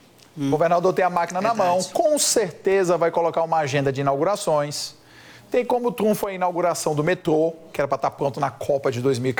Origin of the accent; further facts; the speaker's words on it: Fortaleza, Ceará, Brazil; E o Nordeste, infelizmente, eu disse, sou de Fortaleza, o Nordeste, infelizmente, é a região do Brasil com mais insegurança